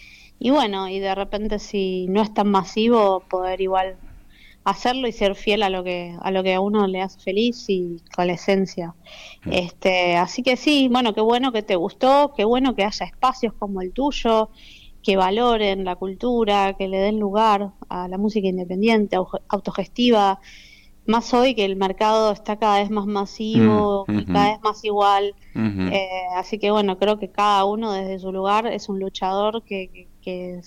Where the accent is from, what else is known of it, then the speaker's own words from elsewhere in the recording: Argentina; Yo soy argentina y bueno, y una sonoridad un poco distinta.